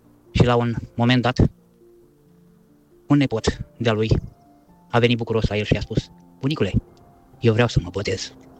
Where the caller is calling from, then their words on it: Belgium; Ne-a așteptat o săptămână ca noi să venim din Belgia